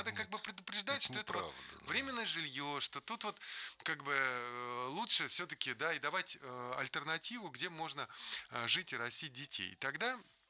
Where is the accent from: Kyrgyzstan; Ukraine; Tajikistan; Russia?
Russia; Потому что я россиянин, да, я хочу я жить тоже. В этой стране.